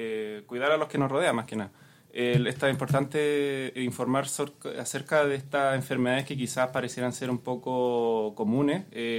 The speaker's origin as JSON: {"language": "Spanish", "town": "Coronel", "region": "Biobío", "country": "Chile", "said": "Yo soy de Concepción, Coronel."}